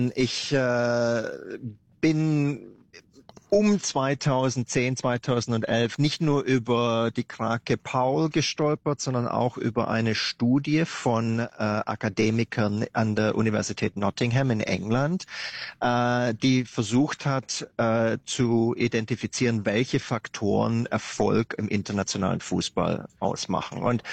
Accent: Germany; das sage ich als Deutscher

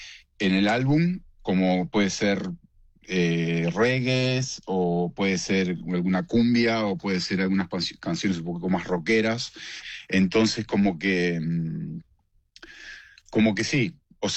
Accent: Argentina; decimos nosotros en Argentina, con la doble L.

